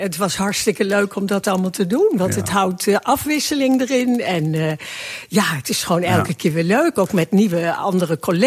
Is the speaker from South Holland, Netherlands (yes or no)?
no; Arnhem, Gelderland, Netherlands; moved away; Ik kom uit Arnhem.